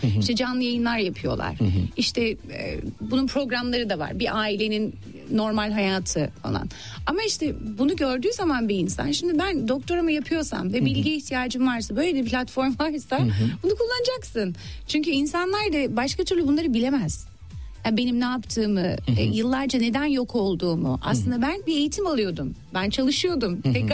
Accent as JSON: {"language": "Turkish", "region": "London", "country": "United Kingdom", "tie": "born or raised there", "said": "Halk evlerinde büyüdüm Londra'da."}